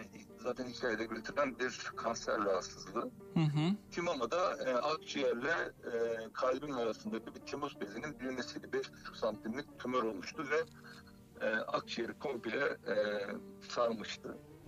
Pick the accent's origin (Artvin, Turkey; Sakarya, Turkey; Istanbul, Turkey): Sakarya, Turkey; hatta tabii benim memleketimden Sakarya gelenim ben.